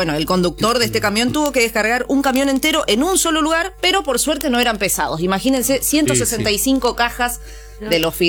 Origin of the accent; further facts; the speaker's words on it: Argentina; Soy de Argentina, soy de este bellísimo país.